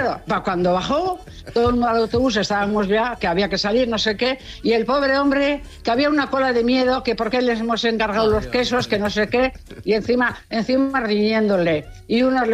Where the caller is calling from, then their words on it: San Sebastián, Basque Country, Spain; ahí voy una vasca